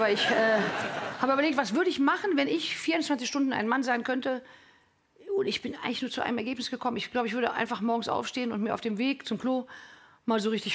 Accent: Cologne, North Rhine-Westphalia, Germany; Ich komme aus Köln

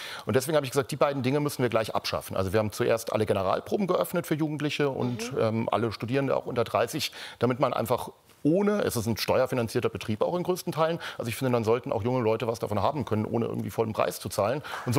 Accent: Bavaria, Germany; now in Hamburg, Germany; aus dem katholischen Bayern kommend

